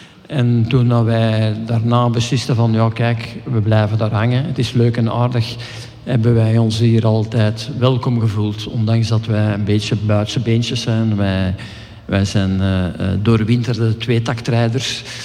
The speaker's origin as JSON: {"language": "Dutch", "region": "Flanders", "country": "Belgium", "said": "Nee, ik ben van de Kempen."}